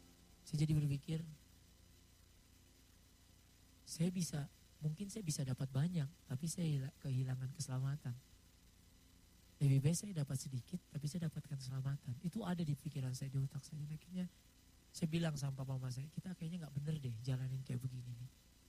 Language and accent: Indonesian; East Java, Indonesia; also born or lived in Makassar; tahun 2002 kami pindah ke Surabaya. Karena saya sebenarnya besar di Jawa Timur.